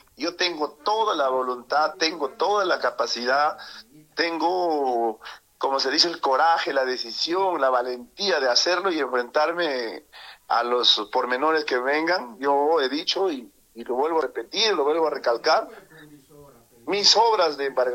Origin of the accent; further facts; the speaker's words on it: Parcoy, La Libertad, Peru; yo el único interés que tengo acá en Parcoy es trabajar para mi pueblo.